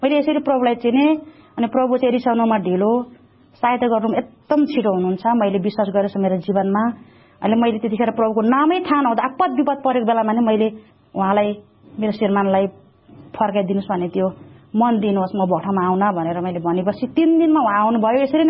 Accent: Kathmandu, Bagmati, Nepal; also born or lived in Hetauda; म गेसिमली मण्डलीको हुँ। मेरो घर हेटौडा मकनपुर जिल्ला पर्दछ। मैले चाहिँ प्रभुलाई कसरी चिनेको भनेदेखि, म पहिले सानैदेखि नै काठमाडौँ बस्थेँ

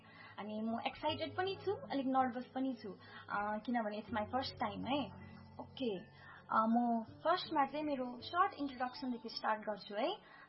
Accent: Ravangla, Sikkim, India; born there; 18 September 2000 सालमा राबङला हस्पिटलमा म जन्मेको.

